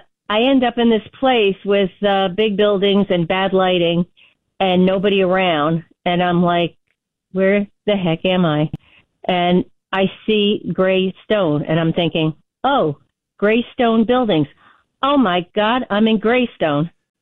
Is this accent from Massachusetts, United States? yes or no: no; New Jersey, United States; Hey, I'm from Central Jersey